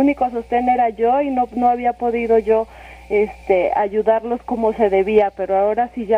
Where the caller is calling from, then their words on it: Chicago, Illinois, United States; Yo le llamo de Chicago.